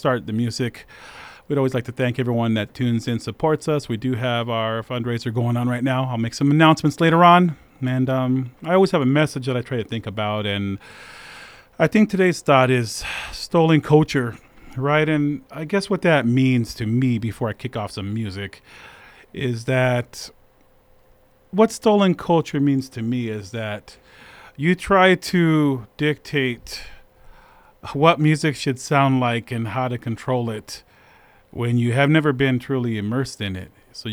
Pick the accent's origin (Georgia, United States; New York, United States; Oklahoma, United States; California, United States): California, United States; San Jose; growing up in San Jose back in the day